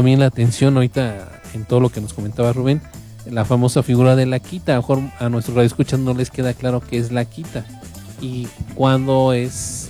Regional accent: Mexico

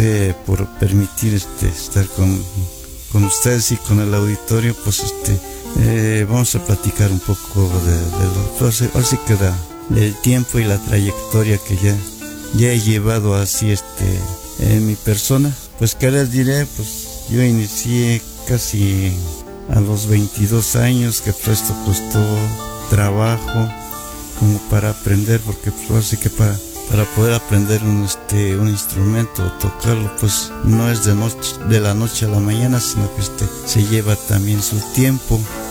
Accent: San Bartolo, Mexico; Bueno, pues yo soy originario de la comunidad del Pedregal, municipio de San Bartolo.

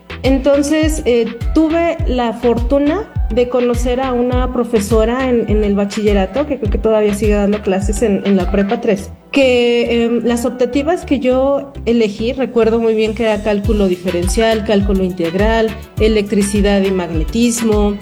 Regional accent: Tlanalapa, Hidalgo, Mexico; yo soy originaria de Tlanalapa, Hidalgo, un municipio muy pequeño aquí en el estado.

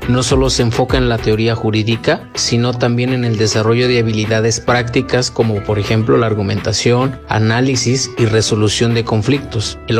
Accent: Huejutla, Hidalgo, Mexico; amado Huejutla, porque yo sí estoy enamorado de mi pueblo y es un orgullo pertenecer a él.

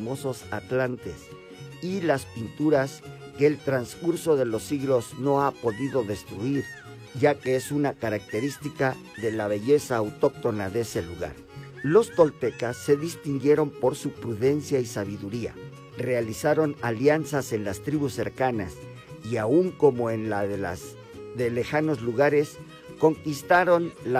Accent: Mexico

